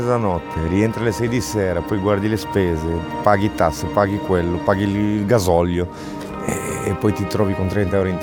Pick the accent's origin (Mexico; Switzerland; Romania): Romania; Italian is a second language; now in Italy; io che sono rumeno